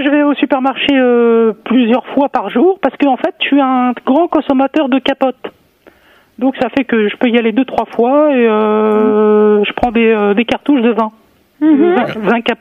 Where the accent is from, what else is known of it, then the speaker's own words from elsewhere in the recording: Dunkirk, Hauts-de-France, France; je voulais dire seulement que j'étais de Dunkerque, parce que je kiffais le Nord.